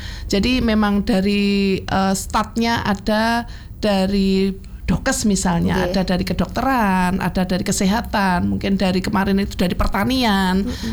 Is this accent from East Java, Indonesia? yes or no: yes; Kediri, East Java, Indonesia; moved away; saya orang desa, Mbak. Anaknya seorang petani di suatu desa terpencil di wilayah Kabupaten Kediri. Jadi saya asli dari Kediri. Di situ saya anak pertama dari 4 bersaudara